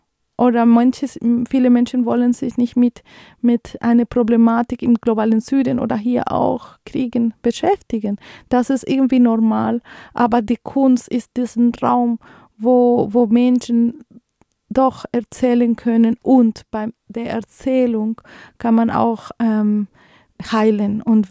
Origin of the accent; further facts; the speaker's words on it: Colombia; moved away as an adult; now in Germany; ich bin aus Kolumbien und ich bin aus der Grenze zu Venezuela, da bin ich geboren und da bin ich auch groß geworden. Und ich finde, also ich bin in den 90er Jahren groß geworden